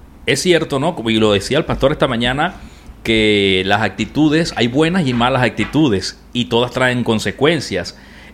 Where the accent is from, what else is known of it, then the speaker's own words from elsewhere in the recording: Venezuela; moved away; como decimos allá en Venezuela